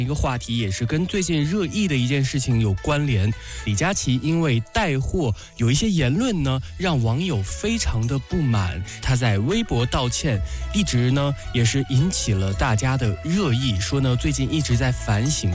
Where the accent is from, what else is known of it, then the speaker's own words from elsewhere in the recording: China; 我们中国人